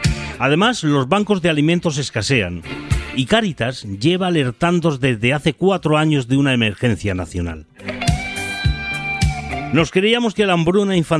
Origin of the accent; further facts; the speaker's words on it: Spain; Somos muy machotes aquí en España.